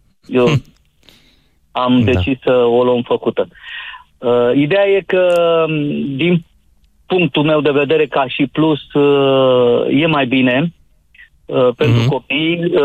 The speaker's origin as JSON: {"language": "Romanian", "region": "Bucharest", "country": "Romania", "tie": "born or raised there", "moved": "as an adult", "lives_now": "Domnești, Romania", "said": "am spus Domnești, dar sunt din Domnești de câteva luni de zile. Mutat cu subiectului, născut, crescut, Colentina Andronache."}